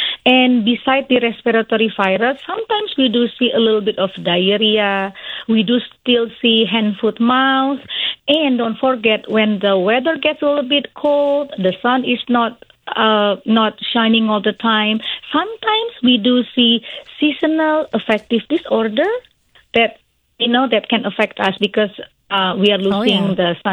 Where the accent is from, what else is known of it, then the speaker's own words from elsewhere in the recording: Indonesia; now in Appleton, United States; I am originally from Indonesia, but I have been here for a long time. It's just my accent stays